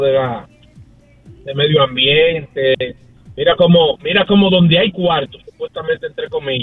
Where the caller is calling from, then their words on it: Dominican Republic